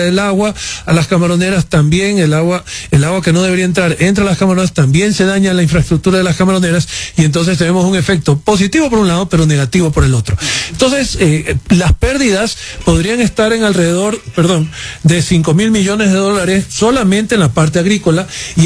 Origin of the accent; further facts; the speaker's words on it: Ecuador; somos más ecuatorianos